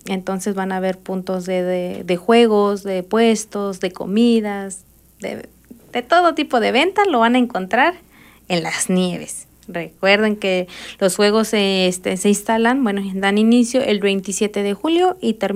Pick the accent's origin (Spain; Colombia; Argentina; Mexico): Mexico; Acatlán; cada uno de los que somos aquí de Acatlán.